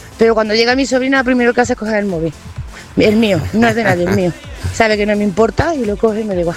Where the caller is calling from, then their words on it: Córdoba, Andalusia, Spain; Buenos días, Oscar … de Córdoba.